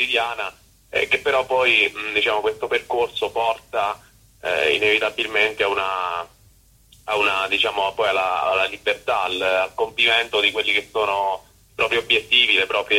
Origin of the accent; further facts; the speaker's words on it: Abruzzo, Italy; io vengo dall'Abruzzo, Val di Sangro, zona Val di Sangro in Abruzzo